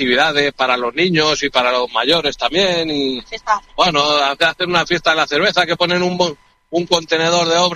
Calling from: Parla, Community of Madrid, Spain; De Parla.

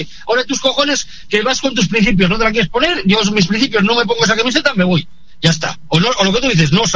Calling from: Valladolid, Castile and León, Spain; soy el camionero de Valladolid

